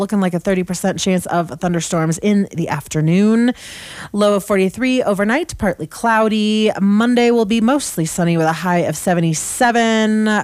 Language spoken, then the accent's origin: English; California, United States; now in Grand County, Colorado, United States; I'm from Northern California